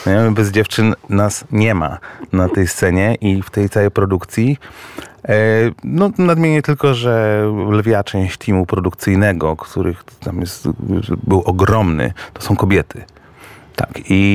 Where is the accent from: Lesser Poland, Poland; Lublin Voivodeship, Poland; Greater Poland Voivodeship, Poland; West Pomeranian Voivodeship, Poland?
West Pomeranian Voivodeship, Poland; Szczecin; jesteśmy z tego obaj bardzo dumni jako szczecinianie